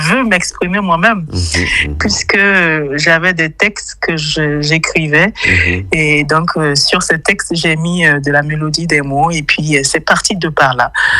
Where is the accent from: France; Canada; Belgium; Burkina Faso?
Burkina Faso; now in Berlin, Germany